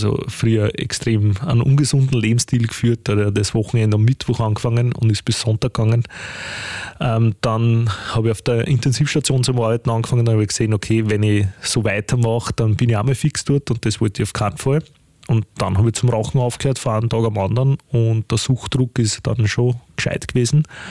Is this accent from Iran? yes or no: no; Geiselberg, Lower Austria, Austria; now in Wolkersdorf, Austria; oft in meine alte Heimat, weil ich komme aus Geiselberg bei Zistersdorf.